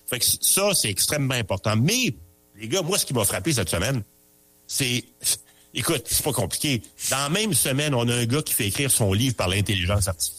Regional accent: Quebec, Canada; quand tu prends les grands thèmes dans l'actualité chez nous au Québec

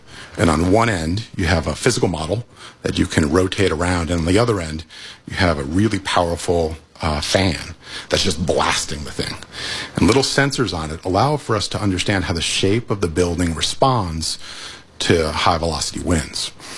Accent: New York, United States; moved away as an adult; now in Chicago, United States; I'm from New York. I'm a New Yorker.

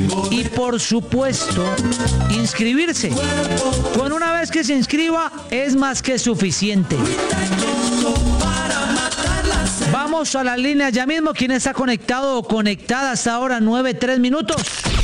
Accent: Bogotá, Colombia; siendo rolo

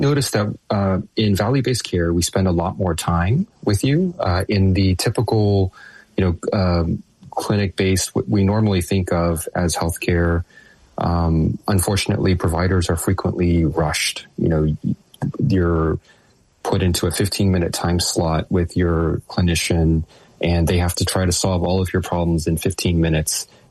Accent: Texas, United States; I grew up in Texas playing football

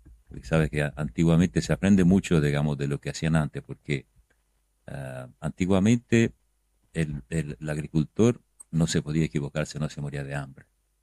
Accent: Tuscany, Italy; now in Argentina; También en Toscana, de donde yo vengo

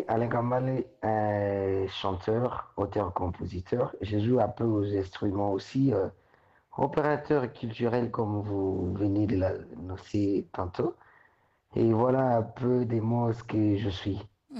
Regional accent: Butembo, North Kivu, DR Congo; now in Kinshasa, DR Congo; Je suis originaire de Butembo, d'une tribu qu'on appelle les Nandé, les Banandé.

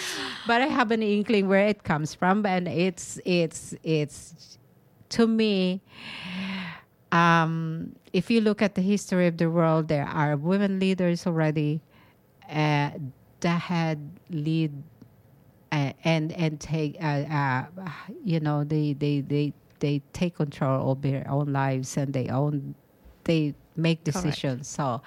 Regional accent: Philippines; So to me as a Filipino and as a woman

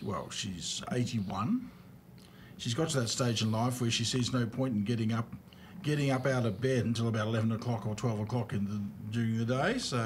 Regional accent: Australia; I'm Australian climate, we're still getting used to it, and we've been here for nearly 180 years

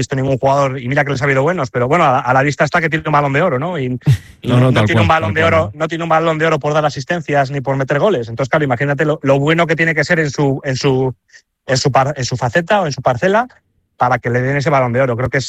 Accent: Spain; aprovechando que estamos en la final, que somos españoles

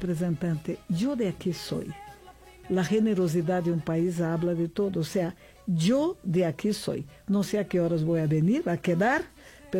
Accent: Brazil; Spanish is a second language; moved away as an adult; now in Mexico; yo soy de Brasil, mal hablaba español. Ahorita ya aprendí un poco.

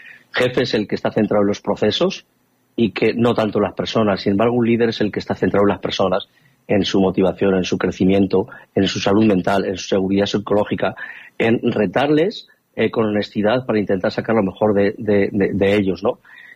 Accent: Tudela, Navarre, Spain; moved away as an adult; now in Santa Cruz de Moncayo, Spain; nací allí, en Tudela, los años más importantes de mi vida los he pasado allí, aunque ahora estoy viviendo en Santa Cruz de Moncayo

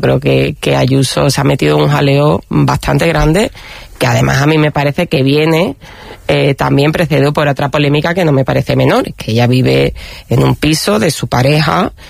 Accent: Andalusia, Spain; yo que soy andaluza

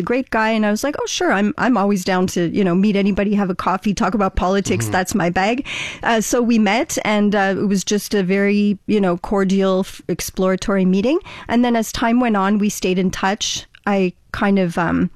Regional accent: Ontario, Canada; born there; moved away as an adult; now in Quebec, Canada; as an English speaker, as somebody who's born in Ontario mm-hmm. And moved to Quebec as a young adult, it's really important that we have that connection with Canada.

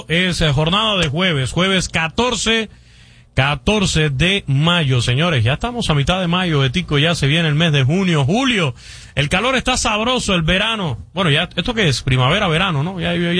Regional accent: Camagüey, Cuba; Camagüey, que es mi tierra natal, a mucho orgullo

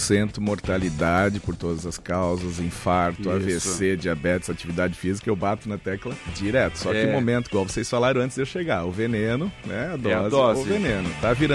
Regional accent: Brazil; A gente é brasileiro, né?

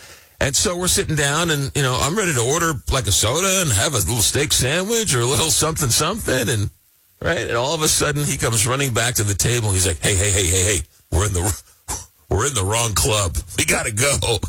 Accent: Long Island, New York, United States; born or raised there

